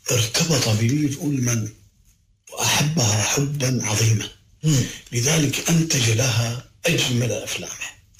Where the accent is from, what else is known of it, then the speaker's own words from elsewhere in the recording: Iraq; أنا كعراقي